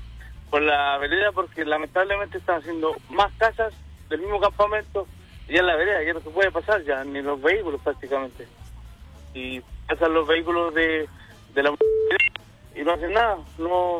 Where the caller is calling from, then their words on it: Chile; soy de Pedro del Río.